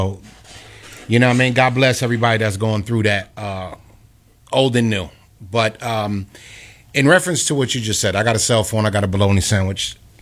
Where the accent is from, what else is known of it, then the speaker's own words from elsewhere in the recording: New York, United States; born there; even growing up in New York